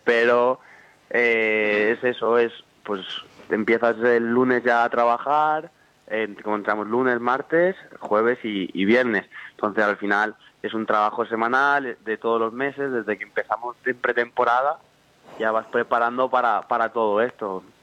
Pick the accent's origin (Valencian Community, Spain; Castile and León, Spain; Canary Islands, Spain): Valencian Community, Spain; Cocentaina; now in Alcoy, Spain; yo soy de Cocentaina. De concentrar y sí, yo estoy en Alcoy y a ver, es casi lo mismo, es decir, lo hago casi todo allí, es decir, estudio allí, juego a hockey allí.